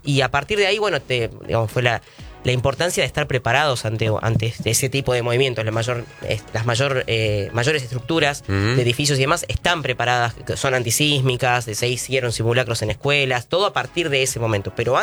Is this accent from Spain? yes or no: no; Catamarca, Argentina; Bueno, la provincia de Catamarca, de donde vengo, también, siendo además límite con Chile